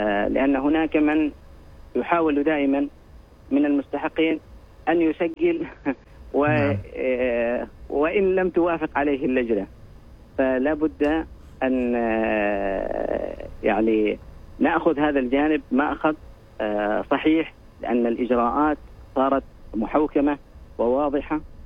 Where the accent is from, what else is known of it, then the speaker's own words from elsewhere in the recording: Oman; في بلدنا سلطنة عمان